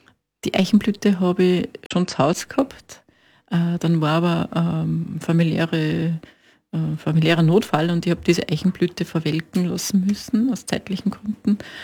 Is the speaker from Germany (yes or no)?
no; Upper Austria, Austria; Ich komme aus der Nähe von Wels, Oberösterreich